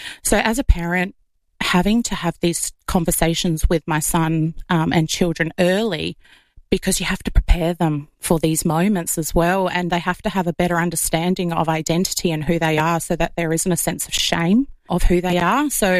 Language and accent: English; Australia; identifying as Indigenous Australian